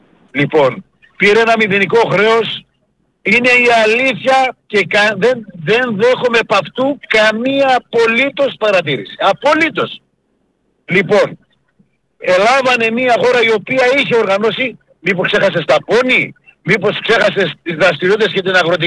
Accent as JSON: {"language": "Greek", "town": "Drama", "region": "Eastern Macedonia and Thrace", "country": "Greece", "tie": "born or raised there", "also_born_or_lived": "Dipotamos, Kavala", "said": "Εγώ είμαι από το Διπόταμο, η καταγωγή μου από εκεί είναι. Αλλά σε μικρή ηλικία έφυγα, ήρθα στη Δράμα. Έμενα εκεί στο στρατιωτικό νοσοκομείο πίσω, ξέρεις, σε ένα ίδρυμα."}